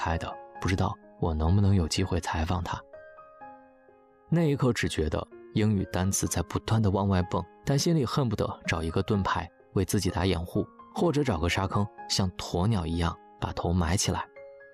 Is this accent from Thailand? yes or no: no; China; 我从中国来纽约，会待到4月20号